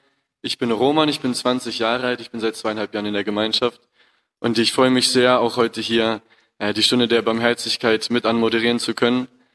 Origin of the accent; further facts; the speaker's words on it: Germany; ich bin 20 Jahre alt, seit 2,5 Jahren in der Gemeinschaft. Ich bin Deutscher